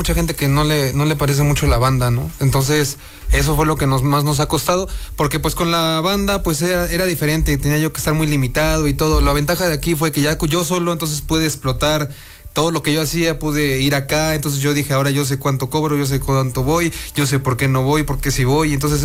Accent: Puebla, Mexico; Somos de aquí de Puebla, soy de aquí de Puebla, soy exactamente del... La colonia Villafrontera, ahí por Villa Guadalupe, es un fraccionamiento que está por camino a... muy cerca de Tlaxcala, camino a Tlaltenango, de ahí somos.

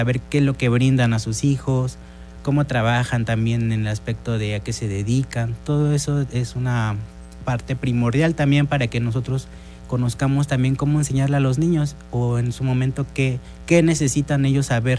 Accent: Mexico; moved away as an adult; now in Acatlán, Mexico; yo soy de Tultepec de Guerrero. Entonces, pero me tocó estar ahora sí que aquí en el municipio de Acatlán.

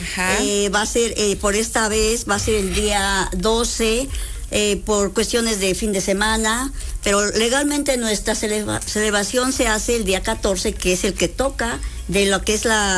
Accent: Chiapas, Mexico; now in Puebla, Mexico

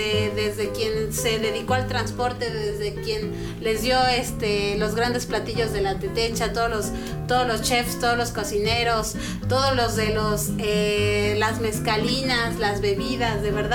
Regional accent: Mexico; como mexicanos no nos damos cuenta de lo maravilloso que es el lugar en el que estamos

